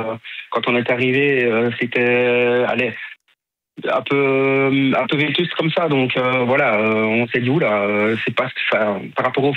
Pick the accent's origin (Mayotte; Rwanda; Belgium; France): Belgium; Rendeux, Wallonia; Je viens de Rendeux, moi.